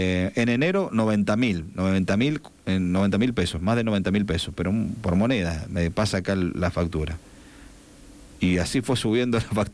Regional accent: San Juan, Argentina; los que los votaron somos los sanjuaninos

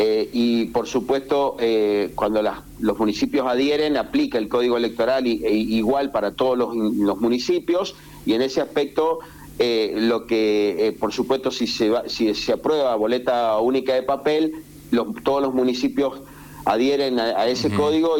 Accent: San Juan, Argentina; Somos todos los sanjuaninos

